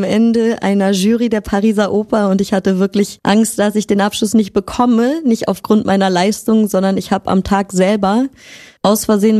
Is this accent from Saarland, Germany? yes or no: no; Berlin, Germany; moved away; also born or lived in Riga / Cannes; Okay, also ich komme aus Berlin.